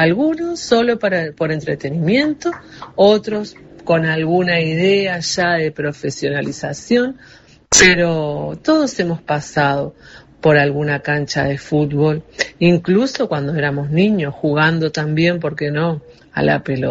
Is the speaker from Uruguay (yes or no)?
yes; Uruguay; nos importa el fútbol a los uruguayos